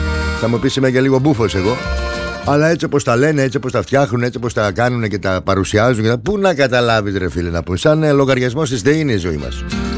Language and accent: Greek; Macedonia, Greece; Και εμείς Μακεδόνες είμαστε.